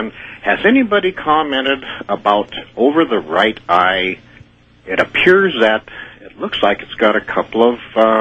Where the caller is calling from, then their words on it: Pahrump, Nevada, United States; And I'm calling from Kingdom of Nai, Pahrump.